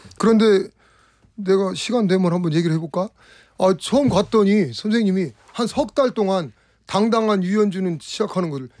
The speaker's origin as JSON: {"language": "Korean", "region": "Chungcheong", "country": "South Korea", "said": "제가 충청도 놈이요."}